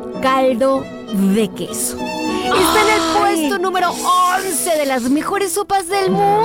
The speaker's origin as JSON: {"language": "Spanish", "region": "Jalisco", "country": "Mexico", "said": "Amo ser de Jalisco"}